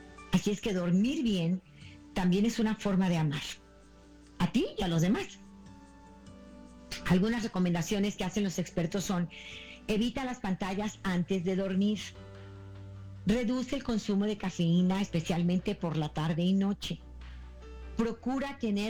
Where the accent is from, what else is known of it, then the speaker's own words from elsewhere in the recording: Mexico; En mi país, México